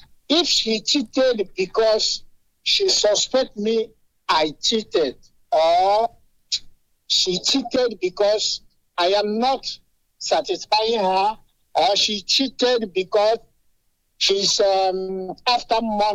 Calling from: Manchester, North West England, United Kingdom; from Manchester.

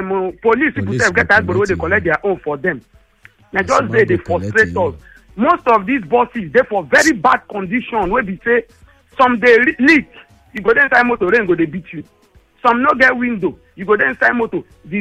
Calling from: Orile, Lagos, Nigeria; Good morning … from Orile.

